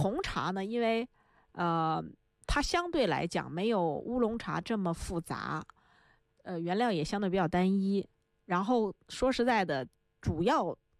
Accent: China; 我们中国人拿来炖肉的东西

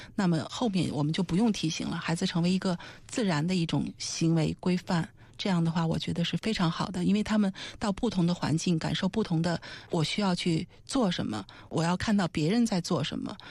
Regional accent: China; 因为我们身为中国人

